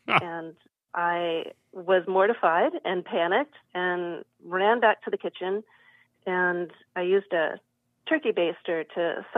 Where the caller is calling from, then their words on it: Missouri City, Texas, United States; I'm calling from Missouri City, Texas.